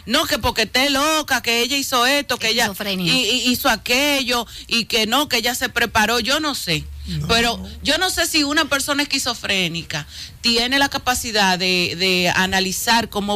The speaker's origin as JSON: {"language": "Spanish", "country": "Dominican Republic", "said": "nosotros como dominicanos nos encanta mucho compararnos con los Estados Unidos"}